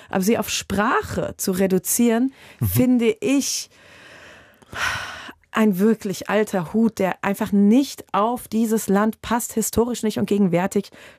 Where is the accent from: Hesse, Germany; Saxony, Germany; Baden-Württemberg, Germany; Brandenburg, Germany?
Hesse, Germany; als Hessin meine ich auch Südhessisch.